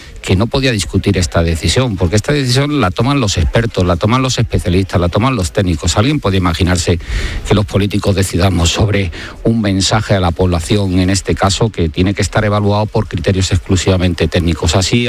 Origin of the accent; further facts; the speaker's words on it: Cádiz, Andalusia, Spain; Si estuviera en mi tierra, en Cádiz, sería lo peor para el incendio.